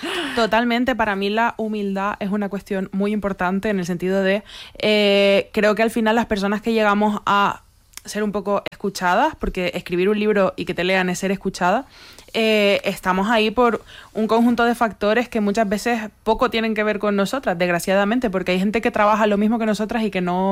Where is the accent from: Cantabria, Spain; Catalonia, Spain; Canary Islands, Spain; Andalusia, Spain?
Canary Islands, Spain; Granadilla de Abona; yo soy de Granadilla, ¿no? Que es mi pueblo en Tenerife, y no quiero olvidarme de eso